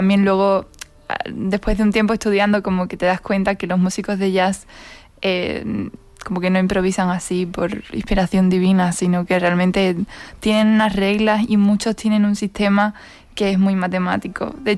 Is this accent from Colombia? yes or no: no; Huelva, Andalusia, Spain; porque yo también soy andaluza, como